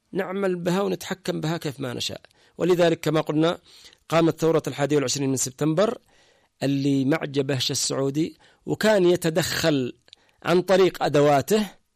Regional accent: Yemen

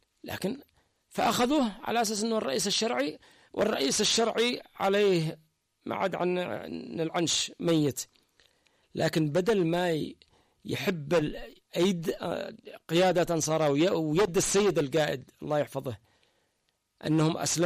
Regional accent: Yemen; احنا كلنا يمنيين

